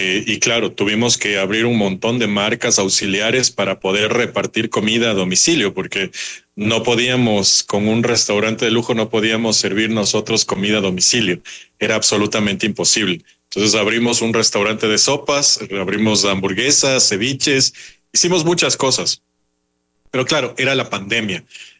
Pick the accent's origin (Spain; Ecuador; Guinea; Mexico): Ecuador; Nosotros como ecuatorianos no hemos tenido un registro histórico de lo que se avecina con este niño